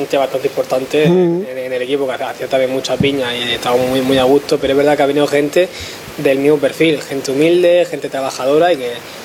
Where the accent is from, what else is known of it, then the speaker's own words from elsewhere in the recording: El Palmar, Region of Murcia, Spain; soy del Palmar.